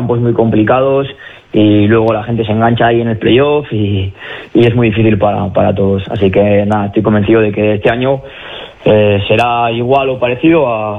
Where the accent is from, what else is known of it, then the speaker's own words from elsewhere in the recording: Logroño, La Rioja, Spain; soy también de Logroño, de La Rioja